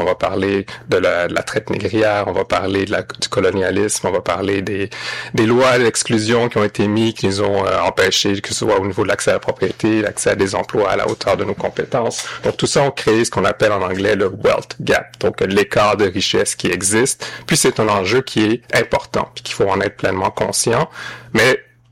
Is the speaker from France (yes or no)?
no; Quebec, Canada; also born or lived in Haiti; je suis d'origine haïtienne, je suis né en Haïti, mais je me suis retrouvé très tôt en orphelinat dans ma petite enfance, qui m'a amené à être parrainé puis finalement adopté par un couple de Québécois francophones